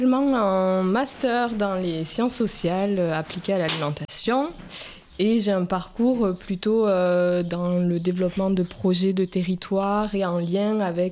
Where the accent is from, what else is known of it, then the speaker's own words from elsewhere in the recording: Nouvelle-Aquitaine, France; Moi je suis originaire du Lot-et-Garonne.